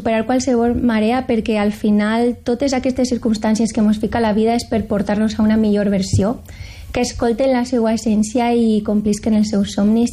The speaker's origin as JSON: {"language": "Catalan", "town": "Paiporta", "region": "Valencian Community", "country": "Spain", "tie": "born or raised there", "said": "esteu tots i totes convidats a un festival que faran en el meu poble, en Paiporta, sobre la Dana"}